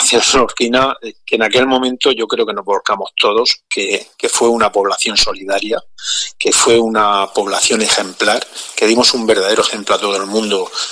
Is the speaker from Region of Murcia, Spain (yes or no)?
yes; Lorca, Region of Murcia, Spain; Es agradecimiento lo que tengo hacia mi pueblo y hacia todos aquellos que componen la sociedad de Lorca.